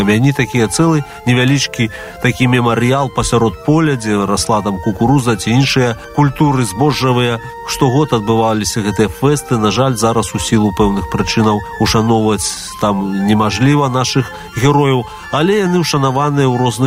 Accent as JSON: {"language": "Belarusian", "region": "Grodno Region", "country": "Belarus", "said": "Асоба Валеры Рублевскага вельмі блізкая нам, гарадзенцам, і нам, шучынцам. Я паходжу са Шучынскага району і хачу сказаць, што ў дзяцінстве часта бываў у мясцовасці Жалудок."}